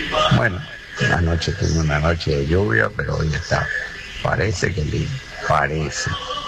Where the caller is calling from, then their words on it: El Bolsón, Río Negro, Argentina; Por los pagos del bolsón, 105.5. Radio de la Cordillera.